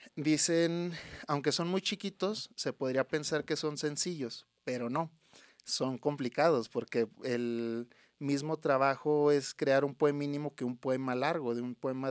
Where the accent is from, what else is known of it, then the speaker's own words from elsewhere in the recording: Río Grande, Zacatecas, Mexico; aquí de mi tierra, Río Grande